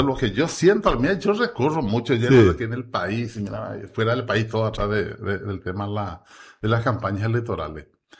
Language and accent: Spanish; Jesús, Itapúa, Paraguay; now in Encarnación, Paraguay; Yo pues nací allá, pero me crié en Jesús hasta los 11 años, pues hace 50, y vos sabés muy bien, es que vivo acá. Y mis hijos son todos de acá.